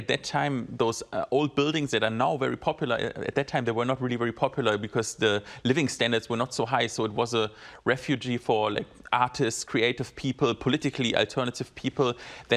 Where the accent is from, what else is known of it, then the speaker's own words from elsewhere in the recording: Berlin, Germany; now in Seoul, South Korea; I can name you one that comes to my mind from my hometown in Berlin, Kreuzberg.